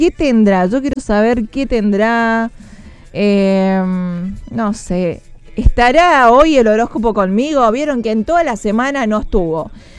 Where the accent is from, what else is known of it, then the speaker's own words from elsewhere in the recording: Mendoza, Argentina; Soy mendocina yo